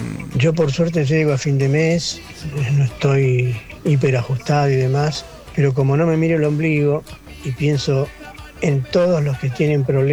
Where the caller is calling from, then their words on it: Cañuelas, Buenos Aires Province, Argentina; de Cañuelas.